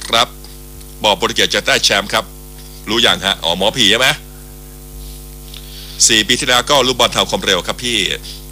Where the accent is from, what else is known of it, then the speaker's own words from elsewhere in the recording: Mukdahan, Thailand; เพราะว่าแถวบ้านเกิดผมมุ่งอาหารก็คนเวียดนามอยู่เยอะแต่ว่าเป็นเจน4แล้วพี่เจน3เจน4แล้วเป็นคนไทยหมดแล้ว